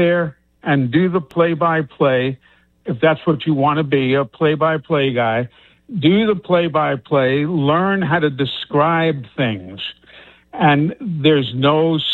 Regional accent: New York City, New York, United States; moved away; I grew up in New York City, as you know.

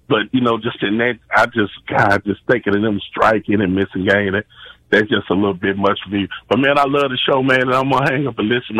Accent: Tennessee, United States; I'm from the Mead in the North, right above Nashville.

